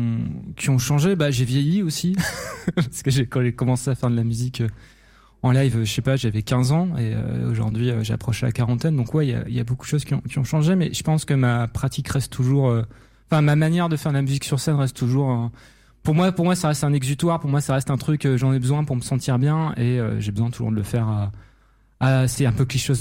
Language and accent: French; Hauts-de-France, France; moved away as an adult; now in Paris region, France; j'ai dû déménager en région parisienne récemment. Donc, je ne suis pas très fier, mais je reste fidèle à mes racines du Nord.